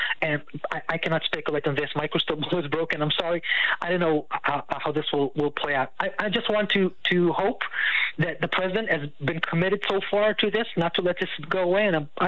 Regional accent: Israel; As an Israeli, I'm not an American.

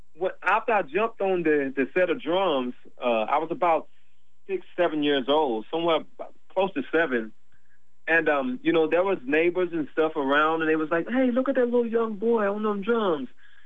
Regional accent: Mississippi, United States; But, you know, just growing up in … you know, I was born into hill country blues.

